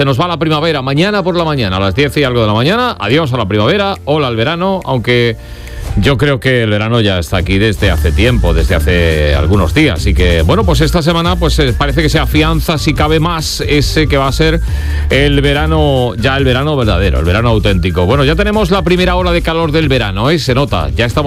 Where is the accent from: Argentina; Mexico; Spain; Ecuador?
Spain; Andalusia; somos andaluces